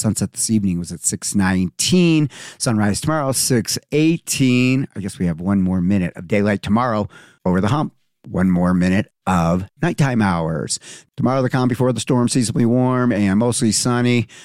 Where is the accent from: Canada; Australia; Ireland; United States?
Canada